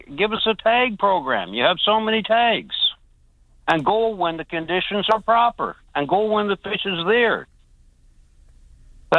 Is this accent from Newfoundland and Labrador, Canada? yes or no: yes; Newfoundland and Labrador, Canada; Yeah, I'm also from the South Coast here in Newfoundland.